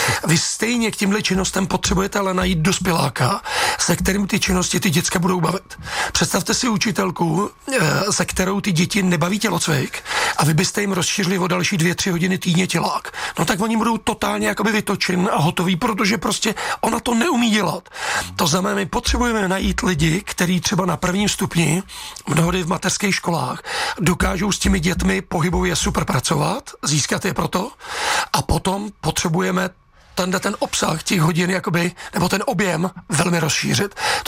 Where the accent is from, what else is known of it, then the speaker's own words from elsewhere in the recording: Příbram, Central Bohemian Region, Czechia; já jsem Příbramák, jsem z Brd